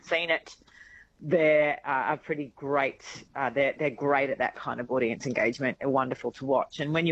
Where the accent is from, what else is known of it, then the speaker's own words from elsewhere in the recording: Cairns, Queensland, Australia; My hometown in Cairns, Far North Queensland.